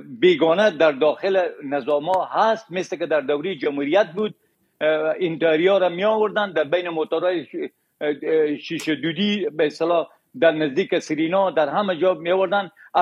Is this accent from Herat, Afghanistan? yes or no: yes; Herat, Afghanistan; ما خود ما که از هرات هستم